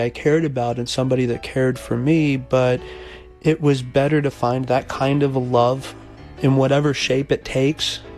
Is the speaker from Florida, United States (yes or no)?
yes; Miami, Florida, United States; Growing up in Miami, especially if you're Hispanic, you straddle two different cultures.